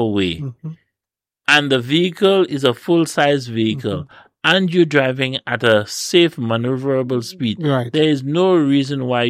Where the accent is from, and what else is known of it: St. Lucia